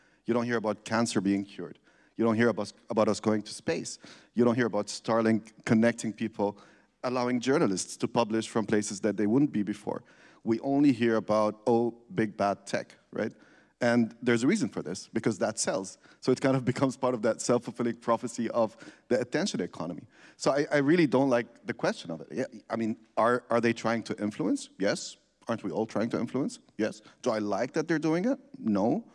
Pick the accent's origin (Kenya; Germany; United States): Germany; Berlin; I'm from Berlin